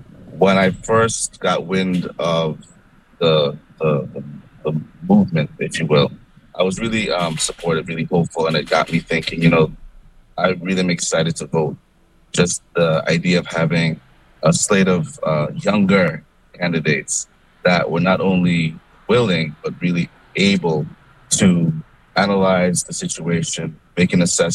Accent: Coral Bay, St. John, U.S. Virgin Islands; born there; also born or lived in Antigua; now in St. Thomas, U.S. Virgin Islands; I grew up in Coral Bay, St. John, after moving to Antigua right before Hugo. And so we went through Hugo in Coral Bay. And so based on the hurricane, I think we steadily started moving to St. Thomas

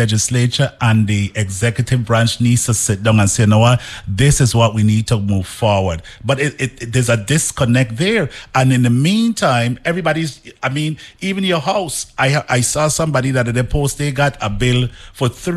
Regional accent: Frederiksted, St. Croix, U.S. Virgin Islands; as a child growing up in Frederickstead.

